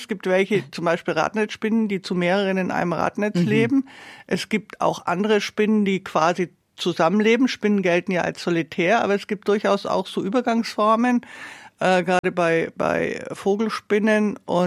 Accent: Nuremberg, Bavaria, Germany; born there; Also genau, Nürnberg.

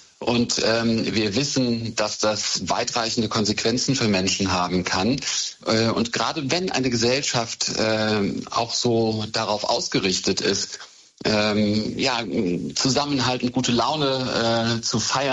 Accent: Cologne, North Rhine-Westphalia, Germany; Wir kennen alle den Ruf, den Köln hat, auch das, was ich als Kölner auch wirklich sehr gern mag.

